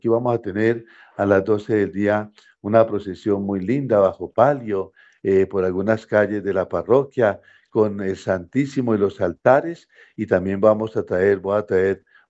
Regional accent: Colombia

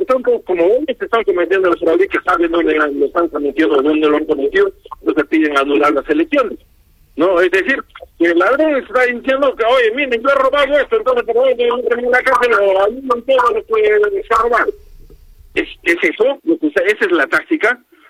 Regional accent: Peru; ¿Qué les pasa? Todos somos peruanos.

